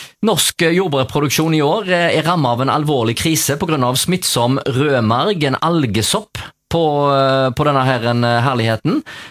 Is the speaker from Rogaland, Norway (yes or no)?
yes; Rogaland, Norway; jeg husker naboen der jeg vokste opp på Jamnhau